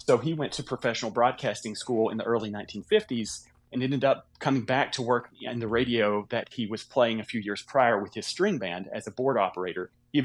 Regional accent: Hazard, Kentucky, United States; So I was born in 1978. I'm from Kentucky, a native of southeastern Kentucky. I grew up in a small Appalachian coal mining town called Hazard, Kentucky, down in sort of the heart of the Appalachian Mountains.

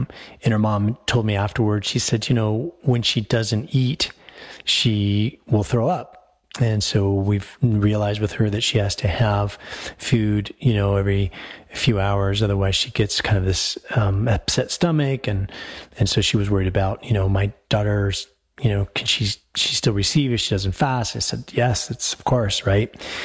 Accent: Denver, Colorado, United States; born there; moved away; I went to high school in Aurora, Colorado. I lived in Denver, but I was bused over to a high school in Aurora.

